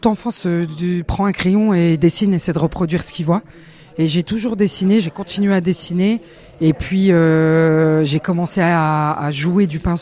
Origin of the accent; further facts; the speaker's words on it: Strasbourg, Grand Est, France; also born or lived in Belfort; Je suis originaire de Belfort et Strasbourg à la fois.